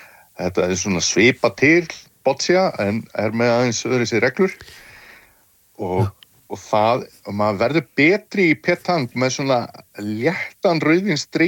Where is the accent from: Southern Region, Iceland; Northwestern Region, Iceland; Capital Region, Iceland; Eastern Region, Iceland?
Eastern Region, Iceland; Fáskrúðsfjörður; hefur maður að alast upp og mikið á Fáskursfjörði að vera að tala um þessa frönsku sjómenn sko